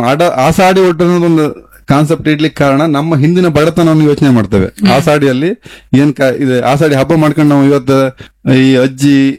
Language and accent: Kannada; Kota, Karnataka, India; ನಮ್ಮ ಊರಲ್ಲಿ ಬಂದಲ್ಲಿ ಹಳ್ಳಿ, ನಮ್ಮ ಕೋಟಾ ಅನ್ನೋದು ಒಂದು ಹಳ್ಳಿ ಪರಿಸರ. ಆವಾಗ ಕೋಟದಲ್ಲಿ ಜಾತ್ರೆ ಆಗ್ತದೆ